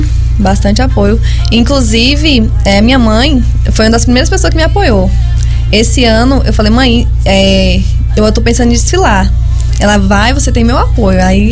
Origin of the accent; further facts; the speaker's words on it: Serra, Brazil; Ah, eu sou daqui mesmo, de Serra.